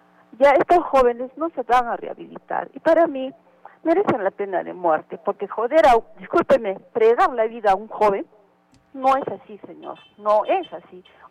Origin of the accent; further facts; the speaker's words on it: Peru; Todos somos peruanos.